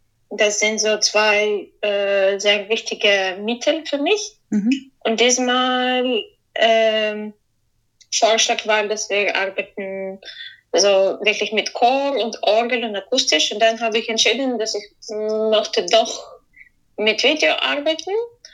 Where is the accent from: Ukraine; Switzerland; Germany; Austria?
Ukraine; Kyiv, Kyiv City; German is a second language; Ja, ich bin in Kiew geboren und gewachsen. Ich bin dort in die Schule gegangen und ich habe dort auch Klavier am Kiew Musikinstitut Gliera studiert.